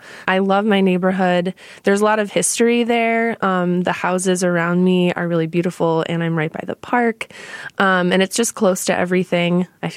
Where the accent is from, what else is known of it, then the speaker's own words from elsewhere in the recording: Michigan, United States; now in Chicago, United States; growing up in the suburbs of Detroit